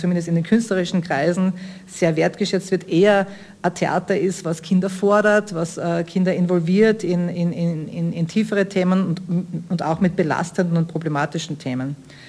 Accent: Schladming, Styria, Austria; born there; now in Vienna, Austria; Also ich bin in Schladming geboren, aber meine Eltern waren die Zurkroasten.

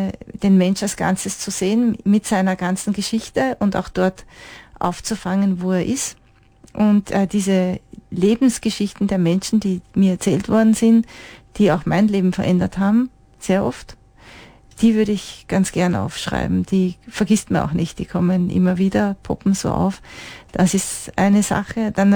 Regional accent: Austria; Ich lebe sehr gerne in Österreich.

